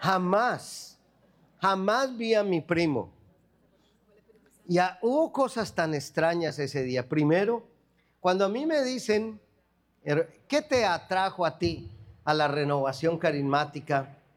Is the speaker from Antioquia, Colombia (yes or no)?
yes; Medellín, Antioquia, Colombia; moved away; Yo vengo de una región de Colombia que se llama Medellín. Paisa.